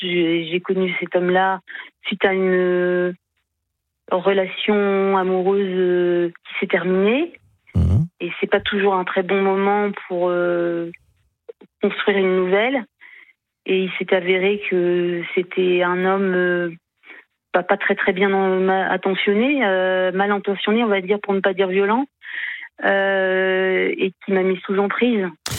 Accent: Brittany, France; born there; Alors moi, je suis née en Bretagne, mais je vis, comme beaucoup de Bretons, en région parisienne.

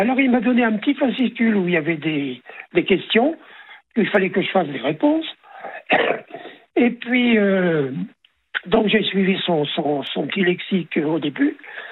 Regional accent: Amiens, Hauts-de-France, France; also born or lived in Villers-Bretonneux; Je suis né à Villers-Bretonneux. J'ai vécu à Villers-Bretonneux jusqu'en 1949. Je suis né en 42. En décembre 42, je suis né chez 49. On a quitté Villers-Bretonneux. On est allé habiter à Amiens.

